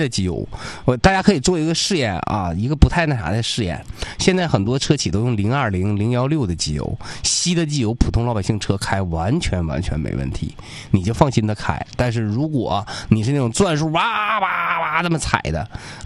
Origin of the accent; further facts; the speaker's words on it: Changchun, Jilin, China; 我希望我们我的家乡啊，我希望我们吉林，我希望我们长春